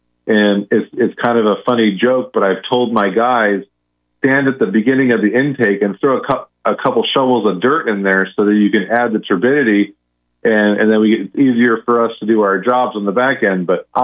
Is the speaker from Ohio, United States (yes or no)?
no; California, United States; I say I'm from Southern California